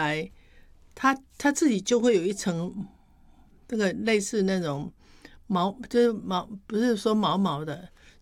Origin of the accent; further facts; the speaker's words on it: Guangxi, China; 我说我们广西人除了广东